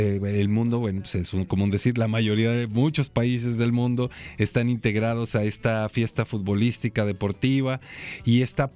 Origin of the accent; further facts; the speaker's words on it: Mexico; cómo somos los mexicanos.